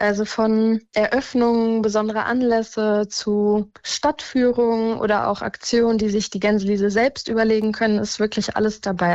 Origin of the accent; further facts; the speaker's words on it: Rhineland, Germany; now in Göttingen, Germany; ich bin selbst Rheinländerin und auch zugezogen